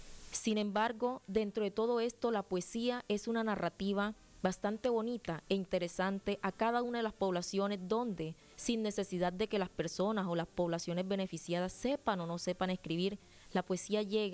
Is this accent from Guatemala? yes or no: no; Montería, Córdoba, Colombia; Iniciaré con un poema dedicado a Montería, de donde soy.